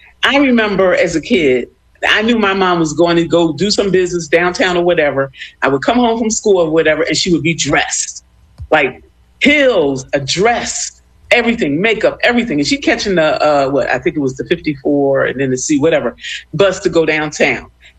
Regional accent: Philadelphia, Pennsylvania, United States; the school we grew up with in North Philly

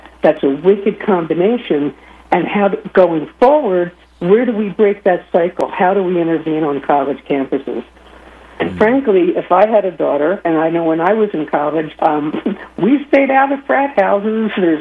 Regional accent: Philadelphia, Pennsylvania, United States; I'm a Philadelphian

